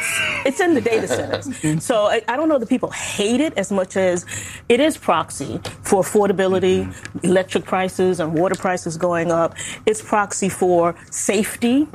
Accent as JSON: {"language": "English", "town": "New York City", "region": "New York", "country": "United States", "said": "I'm from Brooklyn."}